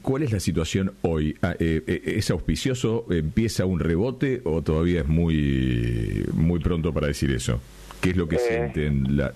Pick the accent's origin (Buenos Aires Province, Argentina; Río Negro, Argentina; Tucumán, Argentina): Buenos Aires Province, Argentina; Rauch; pasá por Rauch. Exactamente. Por mi pueblo.